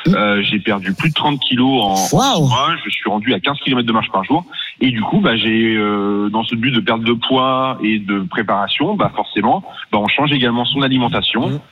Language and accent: French; Saumur, Pays de la Loire, France; je suis natif de Saumur, exactement à côté d'Angers